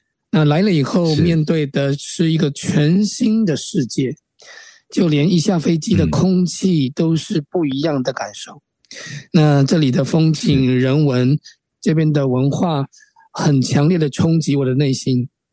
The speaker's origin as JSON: {"language": "Chinese", "town": "Fengyuan", "region": "Taichung", "country": "Taiwan", "tie": "born or raised there", "moved": "as an adult", "lives_now": "Argentina", "said": "那我在台湾的台中出生，那在丰原长大，14岁来到阿根廷。"}